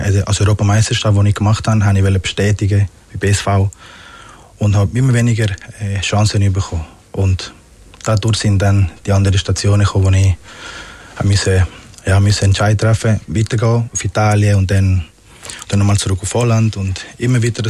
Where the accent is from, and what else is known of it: Magdalena, Colombia; born or raised there; now in Switzerland